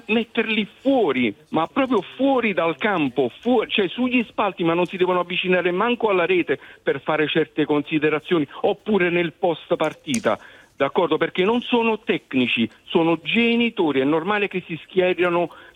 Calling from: San Giorgio a Cremano, Campania, Italy; Da Napoli

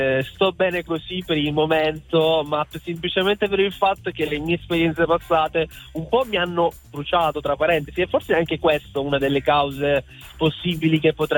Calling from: Milan, Lombardy, Italy; Io sono di Milano.

